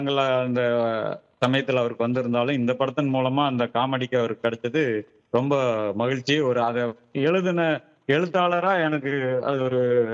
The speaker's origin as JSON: {"language": "Tamil", "town": "Salangapalayam", "region": "Tamil Nadu", "country": "India", "tie": "born or raised there", "said": "சலங்கைத்துறைங்கிறது ஈரோடு மாவட்டத்தில் இருக்கிற சலங்கபாளையம்னு ஒரு கிராமம். அந்த கிராமம் வந்து கோபி சிட்டி பாளையத்துக்கு மிக அருகில் இருக்குது. அந்த ஊர்ல … தம்பதிக்கு நான் வந்து மகனா பிறந்தேன் சார்."}